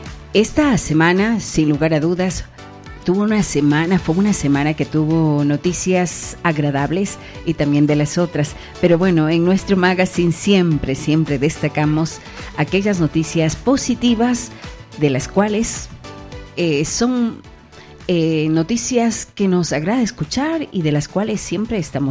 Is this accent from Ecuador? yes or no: yes; Ecuador